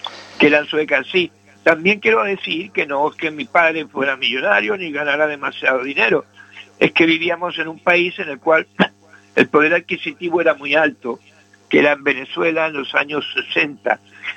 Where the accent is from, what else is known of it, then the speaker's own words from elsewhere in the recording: Madrid, Community of Madrid, Spain; born there; yo cuando llegué aquí de vuelta, nací en Madrid, cuando yo llegué de vuelta aquí en el año 68